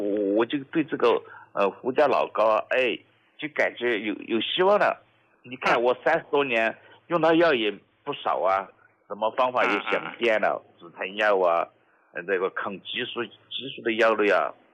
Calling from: Nantong, Jiangsu, China; 我来自江苏南通的。

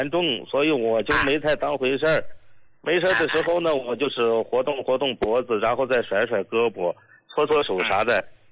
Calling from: Shandong, China; 我家是山东的，我呢是一名出租车司机

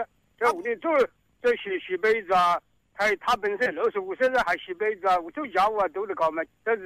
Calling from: Yingcheng, Hubei, China; 我应城的，陈和镇，太美村西湾嘴

